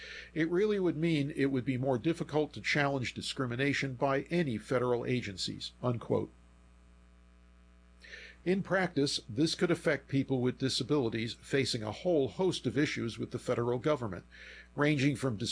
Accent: Kansas City, United States; Hi, this is … I'm from the Kansas City area.

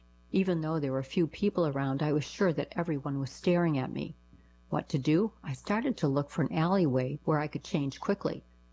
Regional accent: Rego Park, New York, United States; when I was growing up in Rego Park in the 1950s, I used to scour gutters for discarded Bazooka bubblegum comics

